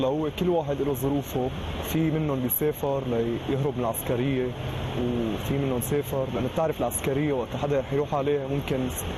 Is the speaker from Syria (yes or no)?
yes; Aleppo, Aleppo Governorate, Syria; من حلب، عمري 21 سنه، بدرس ادب انجليزي سنه ثالثه